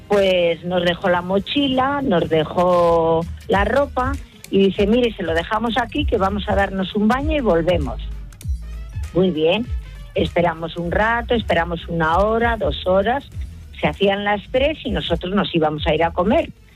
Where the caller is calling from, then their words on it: Burgos, Castile and León, Spain; Soy de Burgos.